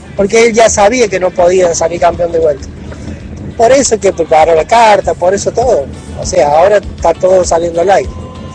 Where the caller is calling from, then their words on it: Argentina; soy argentino